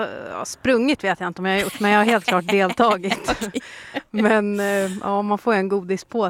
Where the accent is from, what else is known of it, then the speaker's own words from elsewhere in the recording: Bålsta, Uppsala County, Sweden; jag är uppväxt i Bålsta